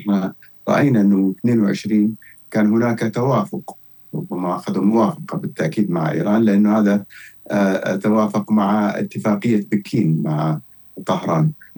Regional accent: Jeddah, Makkah Province, Saudi Arabia; أنا من جدة وليس من الرياض

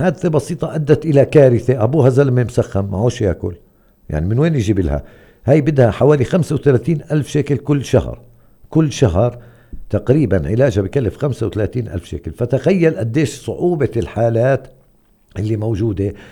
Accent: Hebron, West Bank, Palestine

